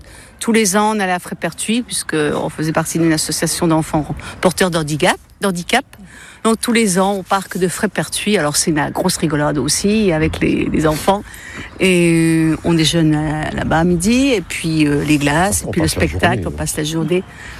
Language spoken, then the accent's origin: French; Custine, Grand Est, France; nous venons de Custine. Nous allons souvent dans les Vosges emmener les petits-enfants.